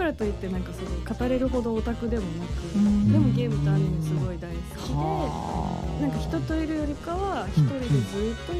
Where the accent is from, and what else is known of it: Osaka, Japan; born or raised there